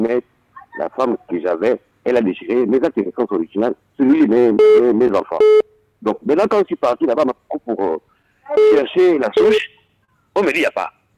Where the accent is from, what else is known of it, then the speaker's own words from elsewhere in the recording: Gabon; Je suis né au Gabon, à Marocou, je n'ai jamais voyagé.